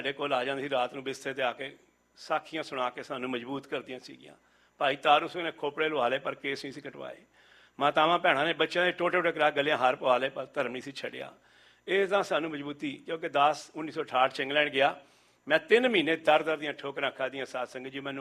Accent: Delhi, India; moved away as an adult; now in England; ਅੱਤ ਦੀ ਗਰੀਬੀ, ਟੁੱਟੀ ਟੀਨਾ ਦੇ ਛੱਤ ਦੇ ਘਰੋਂ ਮੈਂ ਨਿਕਲਿਆ, 6 ਭੈਣ ਭਰਾ, ਦਾਦਾ ਦਾਦੀ, ਮੰਮੀ ਪਾਪਾ, ਪਰ ਦਿੱਲੀ ਦਾ ਜੰਮਪਲ

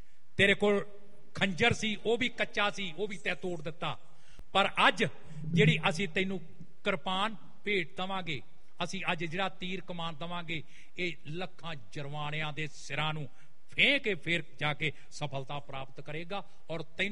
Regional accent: Biharipur, Punjab, India; ਦਾਸ ਦਾ ਆਪਣਾ ਨਗਰ ਦੁਆਬੇ ਦੇ ਵਿੱਚ ਹੈ ਜ਼ਿਲ੍ਹਾ ਕਪੂਰਥਲਾ … ਮੇਰਾ ਪਿੰਡ ਬਿਹਾਰੀਪੁਰ ਹੈ ਜੀ ਕਪੂਰਥਲੇ ਲਾਗੇ

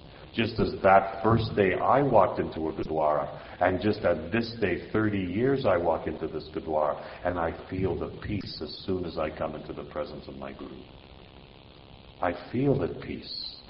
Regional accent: England, United Kingdom; Because I thought to myself, you know, I'm English, I can think different things.

